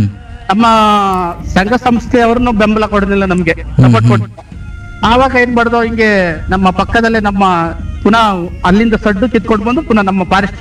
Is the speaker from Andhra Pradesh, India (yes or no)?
no; Karnataka, India; ನಾವು ಹುಟ್ಟಿ ಬೆಳೆದಿದ್ದು ನನಗೆ ಈಗ 40 ವರ್ಷ ಆಗಿದೆ ಸರ್ ನನ್ನ ವಯಸ್ಸು. 40 ವರ್ಷದಿಂದ ನಾನು ಅಲ್ಲಿದ್ದೀನಿ